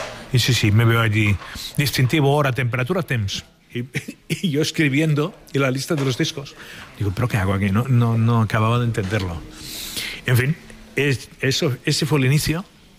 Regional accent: Barcelona, Catalonia, Spain; Para yo soy de San Andreu, que es un barrio que está bastante lejos

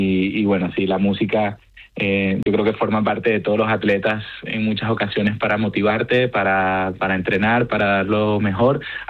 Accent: Caracas, Capital District, Venezuela; born there; primero quisiera aclarar que aunque que nací en Caracas, soy español de origen.

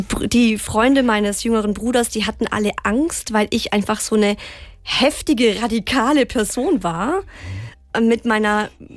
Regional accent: Swabia, Germany; Ich komme ja aus dem Schwabenland.

